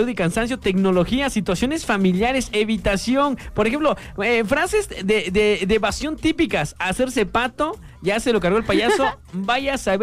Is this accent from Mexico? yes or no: yes; Mexico; uno como mexicano siempre dice pretextos a todo lo